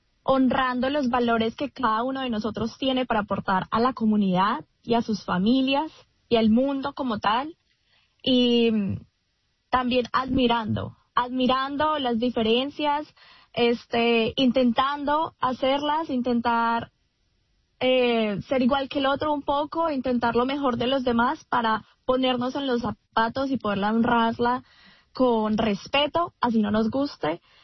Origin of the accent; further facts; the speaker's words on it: Colombia; now in Michigan, United States; como mujer latina, como mujer colombiana y como simplemente una persona en el mundo que decidió migrar.